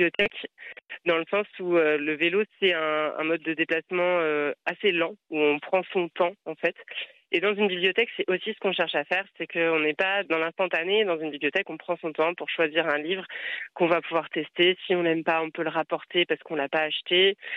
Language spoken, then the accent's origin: French; Brittany, France; Et il se trouve que moi-même, je suis bretonne, je l'exerce dans les Côtes d'Armor, à Fréhel.